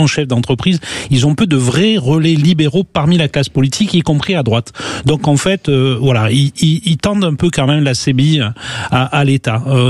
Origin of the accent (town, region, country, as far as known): France